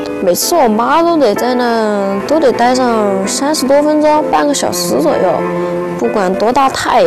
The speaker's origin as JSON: {"language": "Chinese", "region": "Guangxi", "country": "China", "tie": "born or raised there", "moved": "yes", "said": "我妈其实她吃不惯我们老家的口味，但她还是给我做我们广西的那边的口味"}